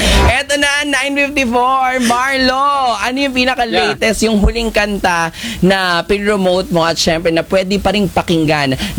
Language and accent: Tagalog; General Trias, Calabarzon, Philippines; Ako po ay taga Cavite po. Laking Cavite po ako mula sa bayan ng General Trias.